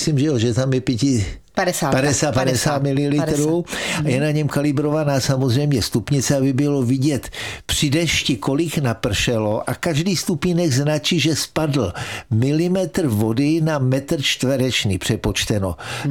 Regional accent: Holice, Pardubice Region, Czechia; jsem vyrůstal v Holicích

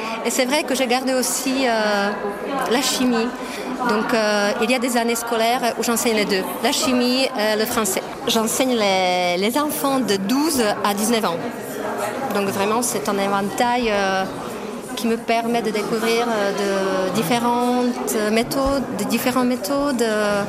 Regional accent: Český Těšín, Moravian-Silesian Region, Czechia; French is a second language; also born or lived in Ostrava

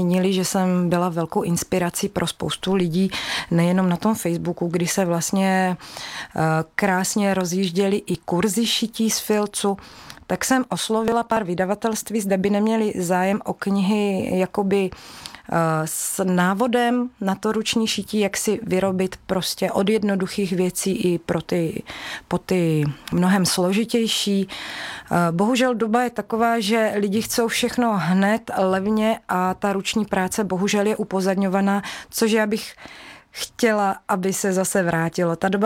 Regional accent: Moravičany, Olomouc Region, Czechia; now in Mohelnice, Czech Republic; pocházím z Moravičan a mám ty Moravičany strašně moc ráda

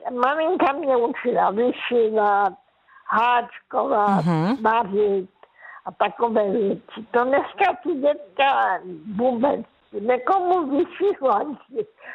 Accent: Karolinka, Zlín Region, Czechia; now in Zlín, Czech Republic; bydlela jsem 47 let s manželem ve Žlíně. Víte, v paneláku, že? Takže vidím ten rozdíl. Já jako malá holka jsem vyrostla vlastně na vesnici v Karolince

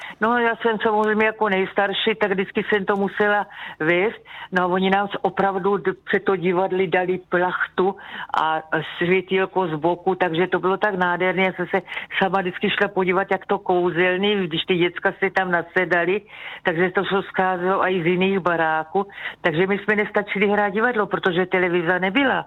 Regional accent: Brno, South Moravian Region, Czechia; moje rodiště bylo Brno, Černá Pole, no a to jsme byli na kopečku, tak samozřejmě krásné zahrady a nejkrásnější třešně

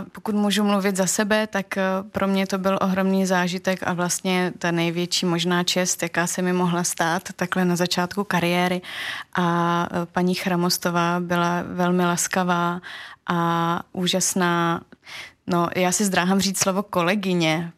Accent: Buchlovice, Zlín Region, Czechia; Tak to já vzpomínám na to natáčení, které navíc ještě probíhalo v mém rodném kraji, na zámku v Buchlovicích, mimo jiné.

